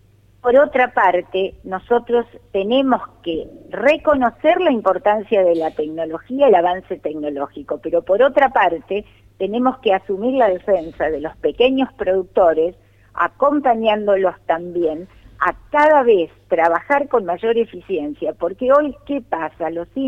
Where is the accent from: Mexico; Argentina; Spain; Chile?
Argentina; Sarmiento, Santa Fe; yo soy de Sarmiento